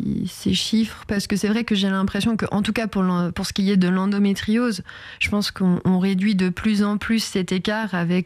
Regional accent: Caen, Normandy, France; je suis de Caen

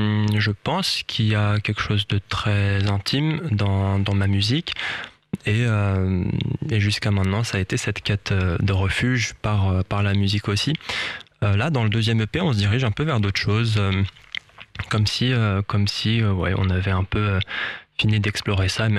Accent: France; born there; L'attaquer, c'est donc la ville de mes parents. Moi, je suis né en France, mais mes parents sont tous les deux syriens de l'attaquer, cette ville qui est sur la côte syrienne.

